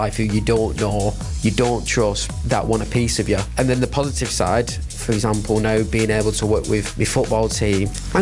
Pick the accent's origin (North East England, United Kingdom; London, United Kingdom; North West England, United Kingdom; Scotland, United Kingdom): North West England, United Kingdom; Bolton; I'm 21 and I'm from Bolton and I'm a content creator.